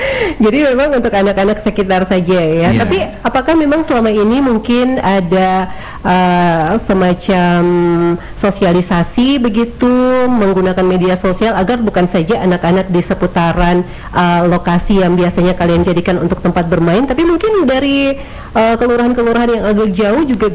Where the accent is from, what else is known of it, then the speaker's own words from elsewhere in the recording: Ternate, North Maluku, Indonesia; Dari Ternate, oh sama dong kita.